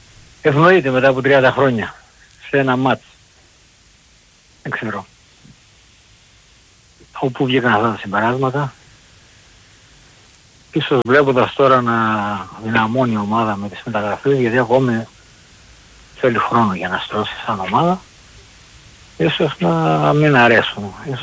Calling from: Melissia, Attica, Greece; από τα Μελίσια.

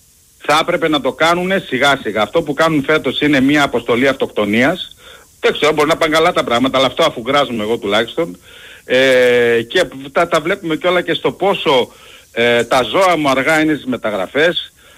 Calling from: Netherlands; πάω από Ολλανδία. Εδώ ήρθα εχθές από τη Θεσσαλονίκη.

